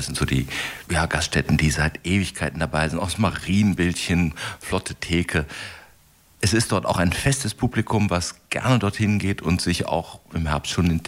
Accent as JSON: {"language": "German", "town": "Neuss", "region": "North Rhine-Westphalia", "country": "Germany", "tie": "born or raised there", "said": "Neuss ist meine Heimatstadt."}